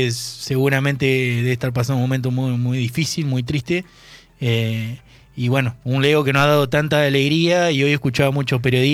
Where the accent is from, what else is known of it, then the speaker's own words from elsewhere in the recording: Argentina; nosotros como argentinos y pasionales que somos